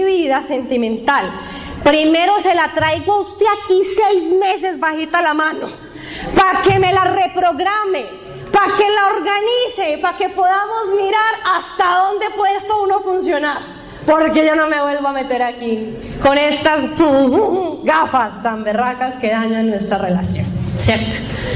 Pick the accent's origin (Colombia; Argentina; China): Colombia; Eje Cafetero; born there; Yo en mi adolescencia viví en el Eje Cafetero y me tocó el terremoto del 99. Mi casa se vio medio afectada del todo, pero no se cayó, o sea, quedó de pie.